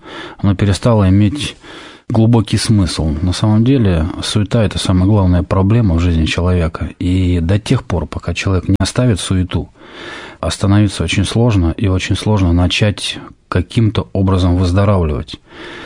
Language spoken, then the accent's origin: Russian; Podolsk, Moscow Oblast, Russia; also born or lived in Novokuznetsk, Kemerovo Oblast, Russia; где-то, наверное, может быть, до 4 или до 5 лет прожил в Новокузнецке. Потом мы с мамой вдвоем переехали в Москву. И, в общем-то, с этого возраста, вот мне сейчас уже 39, мы живем здесь, в Москве, вот, если быть точнее, то Подольский район, Подольск.